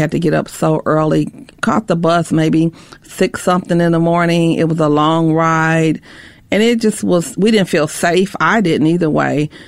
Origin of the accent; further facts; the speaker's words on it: Indianapolis, Indiana, United States; So Hallville is a very tight-knit community. I mean, like, tight-knit. We knew our neighbors.